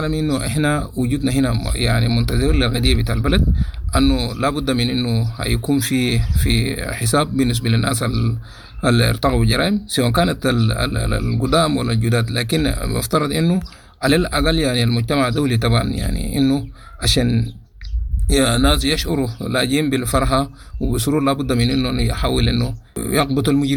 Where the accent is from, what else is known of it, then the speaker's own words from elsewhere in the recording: Sudan; now in Chad; احنا سودانيين